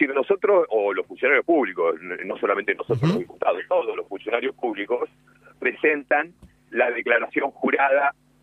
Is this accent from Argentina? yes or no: yes; Argentina; ¿Le parece que somos estúpidos los argentinos?